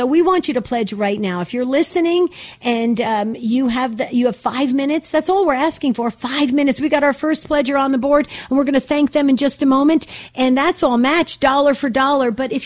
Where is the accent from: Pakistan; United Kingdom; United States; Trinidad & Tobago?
United States; New Jersey; I grew up in New Jersey.